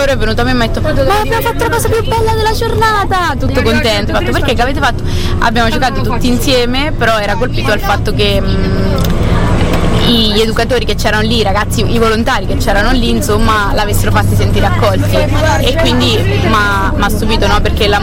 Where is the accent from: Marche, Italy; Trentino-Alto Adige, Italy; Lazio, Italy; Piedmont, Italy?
Marche, Italy; Macerata; now in Montecassiano, Italy; Di Macerata, cioè vivo a Montecassiano ma di Macerata.